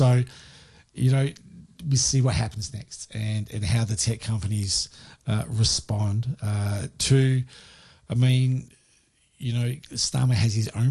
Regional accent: Victoria, Australia; My home state of Victoria just yesterday announced that all state secondary schools will be required to incorporate planned device-free learning time.

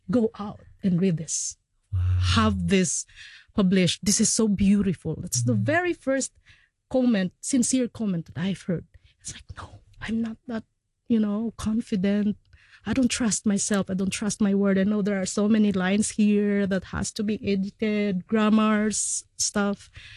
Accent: Philippines; English is a second language; now in Hong Kong; I'm domestic migrant worker in Hong Kong, I'm from the Philippines, and thank you for having me."

